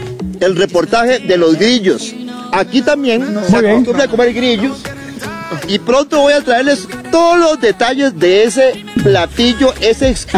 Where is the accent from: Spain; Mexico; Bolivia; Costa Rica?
Costa Rica; somos de Costa Rica, nosotros.